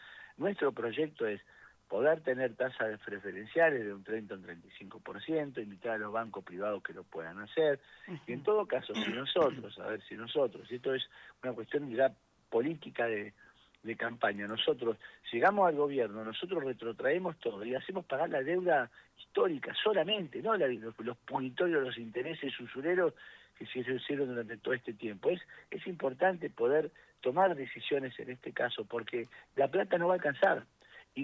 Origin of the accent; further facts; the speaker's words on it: Santa Cruz, Argentina; el segundo somos la provincia de Santa Cruz.